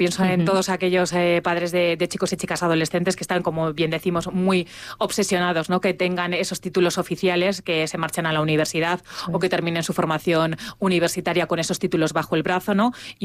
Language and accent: Spanish; Spain; Seguimos siendo los españoles en general, bueno, esos grandes tímidos, ¿no?